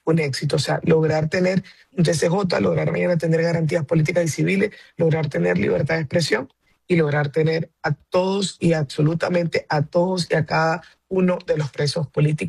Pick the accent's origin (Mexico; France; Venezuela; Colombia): Venezuela; Zulia